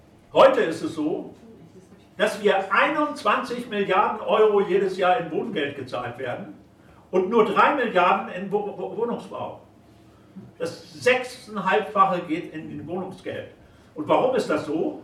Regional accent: Schleswig-Holstein, Germany; ich komme ja aus Schleswig-Holstein oben an der Küste

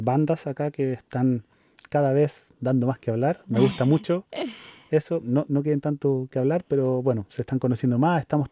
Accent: Chile; moved away as an adult; now in Tübingen, Germany; Yo vengo de Chile. Y también llegué a este lugar hace cerca de 9 años atrás.

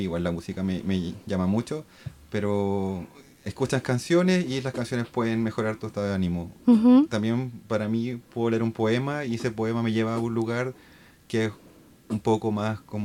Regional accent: Santiago, Santiago Metropolitan Region, Chile; moved away as an adult; now in Tübingen, Germany; yo vengo de Santiago, Santiago de Chile. Llegué hace 2 años y medio acá a trabajar en mi tesis de doctorado en la clínica en Tübingen. Al principio me sentí muy extranjero, viniendo de una ciudad muy grande

